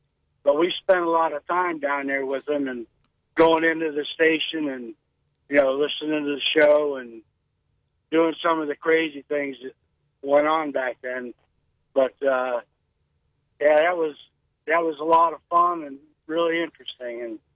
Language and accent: English; Shalersville, Ohio, United States; No, I'm not. I'm up from the Shalersville, Manaway area.